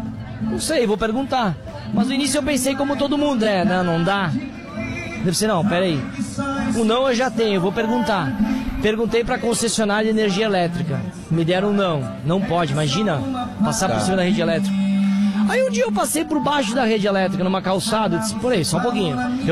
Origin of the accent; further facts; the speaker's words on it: Brazil; Eu sou natural da Cidade Feliz. Então, nasci nesse parque. Era um nosso quintal de casa. Eu moro a 2 quadras daqui.